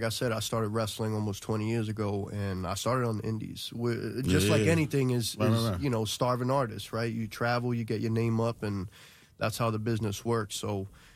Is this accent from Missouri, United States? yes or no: no; New York, United States; we're from New York. We got a different slang, right?